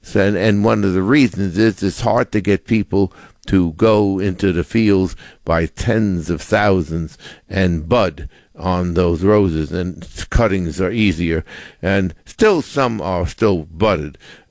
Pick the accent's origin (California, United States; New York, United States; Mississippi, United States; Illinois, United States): New York, United States; I grew up on Long Island, and there on the North Shore was called the Gold Coast.